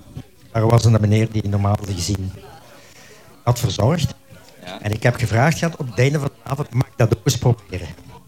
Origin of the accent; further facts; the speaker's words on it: As, Flanders, Belgium; born there; now in Glabbeek, Oudsbergen, Belgium; Ik ben geboren in As en ik woon op Glabbeek.